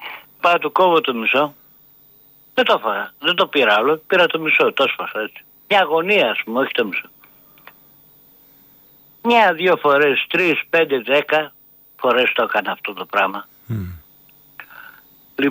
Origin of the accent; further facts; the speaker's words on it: Thessaly, Greece; also born or lived in Athens; now in Ios, Greece; Είμαι όμως Σαρακατσάνος, είμαι από τη Λίμνη Πλαστήρα πάνω, Άγραφα, Καρδίτσας.